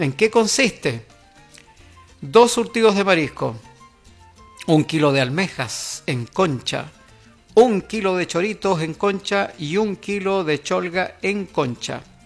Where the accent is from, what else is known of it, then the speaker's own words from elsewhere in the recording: Chile; Nosotros, como buenos chilenos que tenemos tanto mar